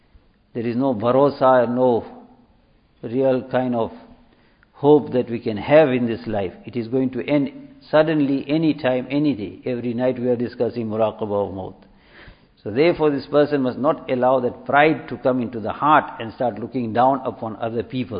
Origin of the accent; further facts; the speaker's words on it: South Africa; I said, "Yunus, I'm from South Africa."